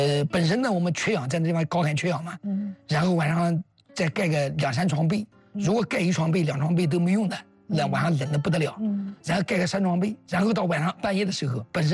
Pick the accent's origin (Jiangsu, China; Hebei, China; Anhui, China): Anhui, China; 我们安徽人是真的实在